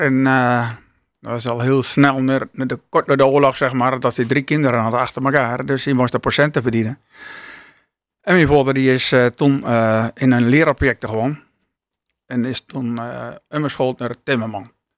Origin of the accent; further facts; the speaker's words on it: Putten, Gelderland, Netherlands; Ik kom uit Venezeveld.